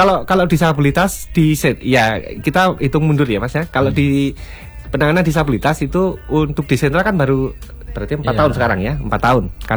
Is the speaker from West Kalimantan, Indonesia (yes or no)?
no; Central Java, Indonesia; moved away as an adult; now in Southeast Sulawesi, Indonesia; Saya lahir besar di Jawa, kemudian masuk ke Kementerian Sosial tahun 2015 dan langsung diterbangin ke sini.